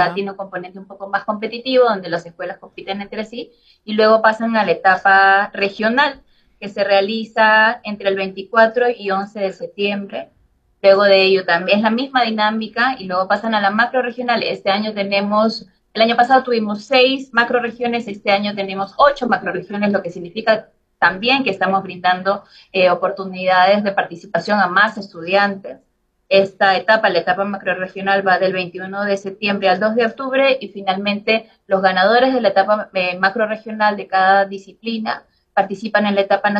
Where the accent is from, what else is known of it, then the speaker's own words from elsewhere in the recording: Peru; nosotros como peruanos